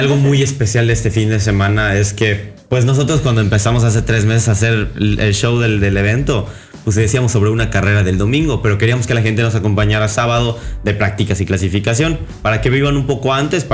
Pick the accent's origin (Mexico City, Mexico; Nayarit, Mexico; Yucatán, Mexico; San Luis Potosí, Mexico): Yucatán, Mexico; Soy de Yucatán, tenemos un gran autódromo en Yucatán